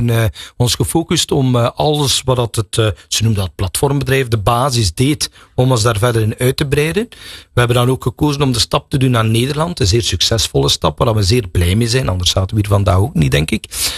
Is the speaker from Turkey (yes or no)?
no; Belgium; wij als Belgen